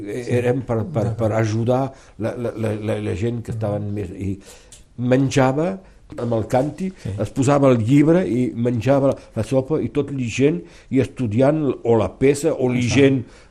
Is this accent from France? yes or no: yes; Perpignan, Occitania, France; born or raised there; also born or lived in Toulouse